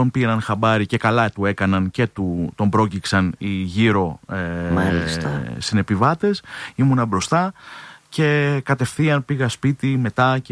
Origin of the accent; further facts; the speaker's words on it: Perama, Attica, Greece; Ναι, είμαι γέννημα θρέμα Περαματιώτης, σε μια πόλη που πλέον κυριαρχεί η Ολυμπιακός και οι χρυσαυγίτικες